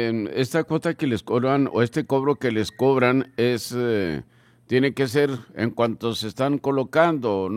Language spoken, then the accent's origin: Spanish; Camargo, Mexico; Pues sí, estamos en Camargo, somos de Camargo y nos portamos mal entre los camarguenses.